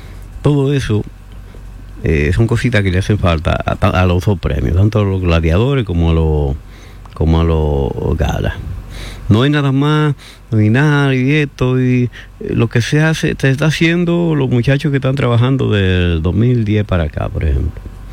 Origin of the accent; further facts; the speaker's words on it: San Francisco de Macorís, Duarte, Dominican Republic; moved away as an adult; also born or lived in Santo Domingo / New York; primero en mi pueblo natal, San Francisco, Santo Domingo, en Estados Unidos, en Nueva York, después volví a la capital